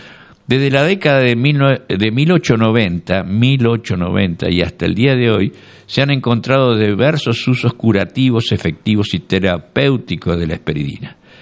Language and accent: Spanish; Argentina